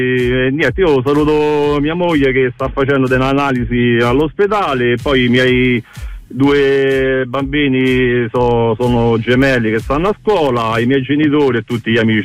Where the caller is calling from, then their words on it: Rome, Lazio, Italy; io sono di Ponte di Nona, Roma Est